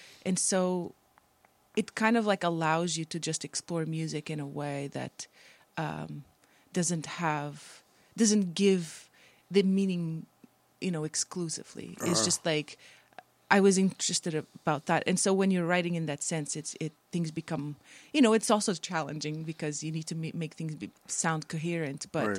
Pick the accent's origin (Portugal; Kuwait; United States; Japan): Portugal; because I'm from Portugal, family and people flying from other places